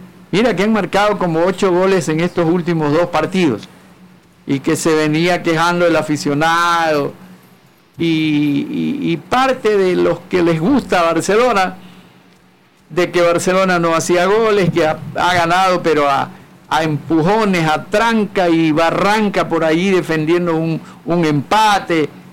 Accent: Ecuador; tenemos el orgullo de como ecuatorianos

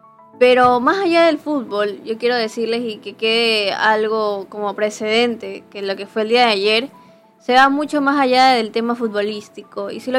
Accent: Ecuador; lo que nos pasó como ecuatorianos, y me incluyo

